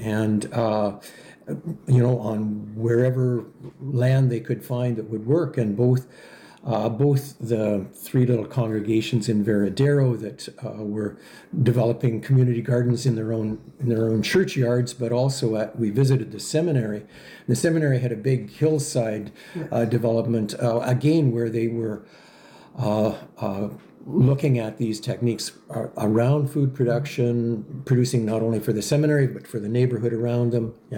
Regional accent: Canada; as Canadians people.

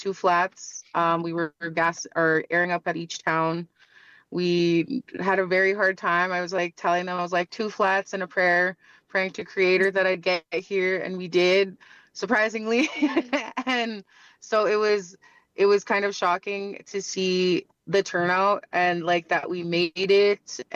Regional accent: George Gordon First Nation, Saskatchewan, Canada; moved away as an adult; now in Regina, Canada; I am a member of Kwaktus First Nation. However, I grew up on George Gordon First Nation most of my life, and my children are also members of George Gordon First Nation.

